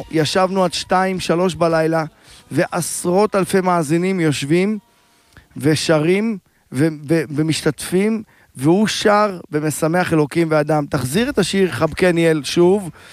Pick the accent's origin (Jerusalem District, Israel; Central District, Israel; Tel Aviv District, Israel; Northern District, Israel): Jerusalem District, Israel; Jerusalem; רחוב אדוניהו הכהן, המקום ששם קרתה הטרגדיה, זה המקום שגדלנו